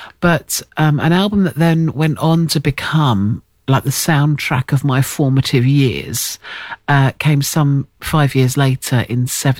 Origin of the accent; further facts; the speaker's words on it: Bexley, London, United Kingdom; I grew up in Bexley